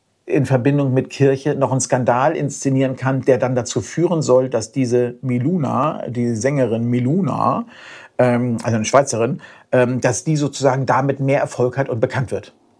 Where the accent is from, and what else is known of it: Germany